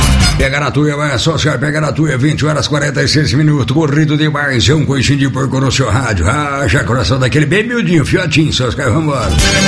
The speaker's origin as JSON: {"language": "Portuguese", "town": "Santa Fé do Sul", "region": "São Paulo", "country": "Brazil", "tie": "born or raised there", "moved": "yes", "said": "da minha terra hoje, Santa Fé do Sul."}